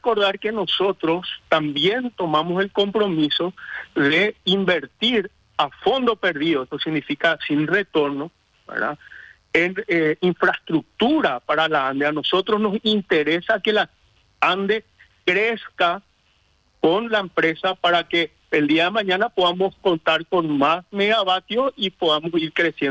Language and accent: Spanish; Paraguay; lo vuelvo a decir como paraguayo